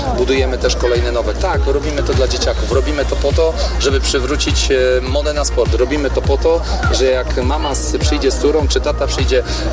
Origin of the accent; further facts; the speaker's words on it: Greater Poland Voivodeship, Poland; Mówię to z wielką dumą, jako Wielkopolanin, że Wielkopolska bardzo mocno korzysta z programu modernizacyjnego